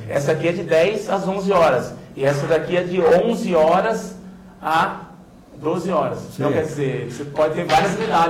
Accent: Brazil; born there; eu morava, eu sou da Vila Querosene, eu nasci lá. Assim na Vila Querosene.

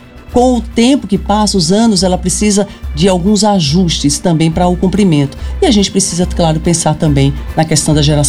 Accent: Aracaju, Sergipe, Brazil; born there; eu sou sergipana, nascida em Aracaju, levo Sergipe no meu coração, escolhi permanecer em Sergipe

